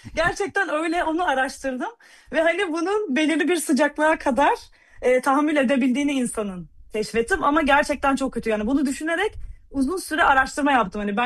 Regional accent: Adana, Turkey; moved away as an adult; now in Germany; ben hani bir Adanalı olarak

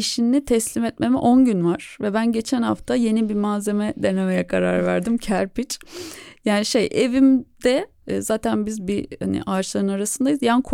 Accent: Thrace, Turkey; madem Trakya'dan gelen bir sanatçı olarak orada bulunuyorum

